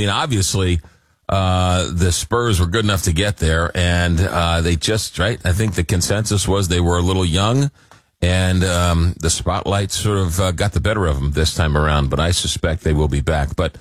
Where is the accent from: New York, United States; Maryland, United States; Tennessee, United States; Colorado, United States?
New York, United States; Long Island; growing up in Long Island, taking the Long Island Railroad into Penn Station.